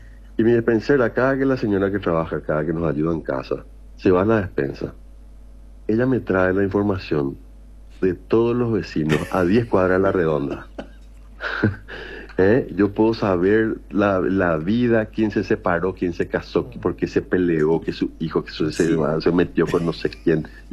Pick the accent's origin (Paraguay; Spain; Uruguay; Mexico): Paraguay; para nosotros como paraguayos